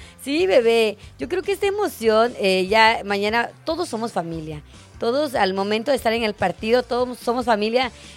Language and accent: Spanish; Mexico; mañana va a ser un día muy especial como mexicanos.